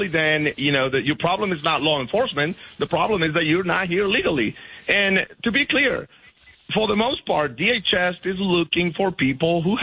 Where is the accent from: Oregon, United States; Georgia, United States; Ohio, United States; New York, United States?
Georgia, United States; I grew up in Georgia, you know, 30 years ago, I was growing up in Georgia